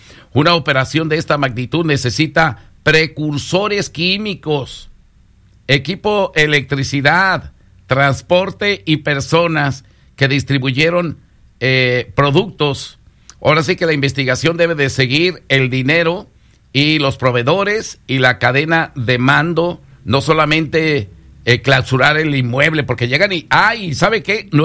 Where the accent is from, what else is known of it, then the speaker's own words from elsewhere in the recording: Ciudad Guzmán, Jalisco, Mexico; moved away; muchos de ellos eran de mi pueblo, de allá de Ciudad Guzmán.